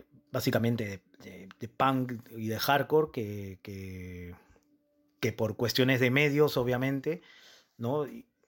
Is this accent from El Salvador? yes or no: no; Lima, Peru; en mi ciudad natal, ¿no? En Lima